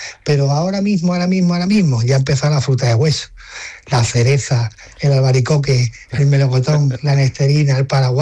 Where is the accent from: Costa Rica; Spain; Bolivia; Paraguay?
Spain; Marbella, Andalusia; yo soy de Alhambra Grande, con mucho cariño y mucho respeto, pero yo me he criado en Marbella